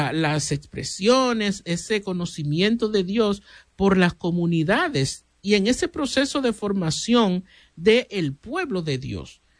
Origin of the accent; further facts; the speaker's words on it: Dominican Republic; No podemos hablar de nosotros, por ejemplo, como los dominicanos nada más.